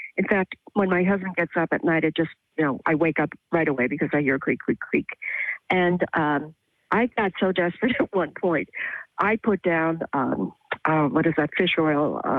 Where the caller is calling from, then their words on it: Glens Bay, New York, United States; I'm actually calling from Glens Bay, New York, a little hamlet in Sullivan County.